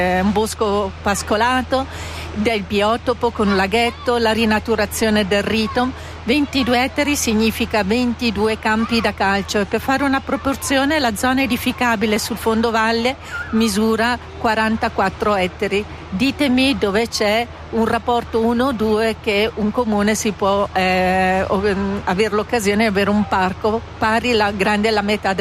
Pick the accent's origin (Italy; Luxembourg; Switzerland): Switzerland; Ticino; moved away as an adult; now in Airolo, Switzerland